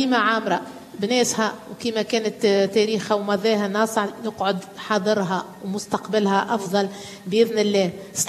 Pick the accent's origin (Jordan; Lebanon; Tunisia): Tunisia